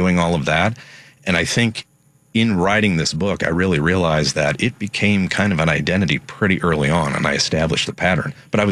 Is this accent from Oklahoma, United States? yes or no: no; St. Louis, Missouri, United States; St. Louis.